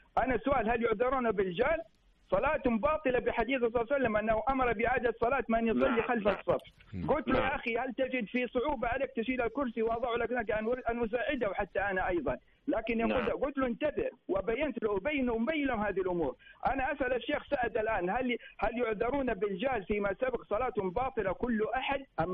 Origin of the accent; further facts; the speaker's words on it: Mecca, Makkah Province, Saudi Arabia; دخلت أنا المسجد جوامع كبير عندنا في مكة المكرمة،